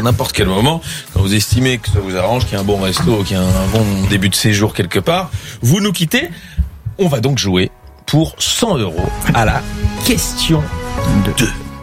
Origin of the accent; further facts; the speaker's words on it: Belgium; en tant que Belge.